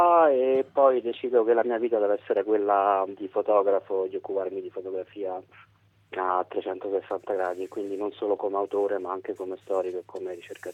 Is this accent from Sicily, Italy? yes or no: no; Rome, Lazio, Italy; accent: Roman; now in Rome and Berlin; Sì, io sono romano, nasco a Roma, come si capirà anche dal mio accento